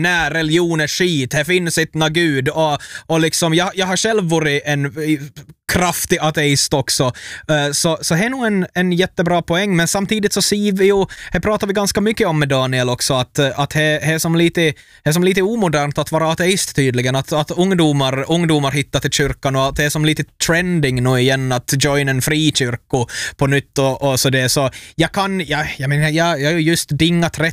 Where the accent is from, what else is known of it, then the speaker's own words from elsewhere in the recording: Ostrobothnia, Finland; jag är ju född och uppvuxen i Österbotten, och det här är min bild av religion